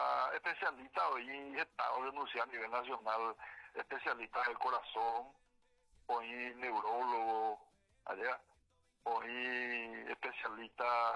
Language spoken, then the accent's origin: Spanish; Paraguay; Como pueblo paraguayo, ya ni mi pea, ya ni calcula mi pea de situaciones.